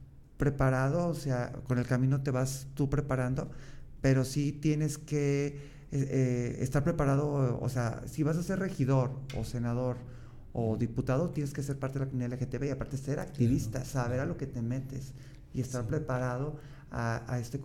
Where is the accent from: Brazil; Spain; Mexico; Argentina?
Mexico; Guadalajara, Jalisco; yo no soy de aquí, yo soy de Guadalajara, entonces pues yo tenía otra mentalidad